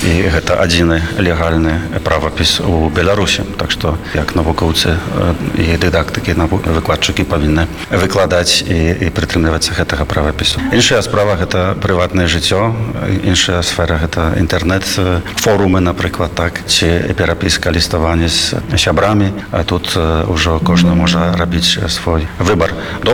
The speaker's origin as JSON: {"language": "Belarusian", "town": "Warsaw", "region": "Masovian Voivodeship", "country": "Poland", "tie": "born there", "second_language": "Belarusian", "said": "Я нарадзіўся ў Варшаве, але вельмі шмат часу правёў з беларусамі."}